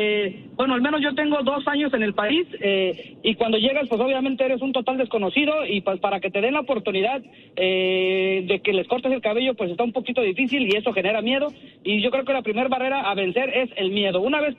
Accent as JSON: {"language": "Spanish", "town": "Oaxaca de Juárez", "region": "Oaxaca", "country": "Mexico", "said": "Soy de Oaxaca, de Juárez. 100% oaxaqueño y orgullosamente oaxaqueño."}